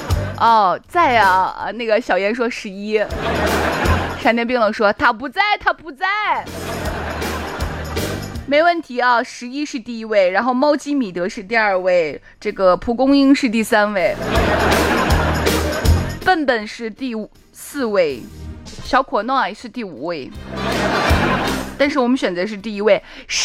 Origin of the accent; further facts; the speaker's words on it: Shaanxi, China; accent: Shaanxi dialect; 我们陕西话叫跳蚤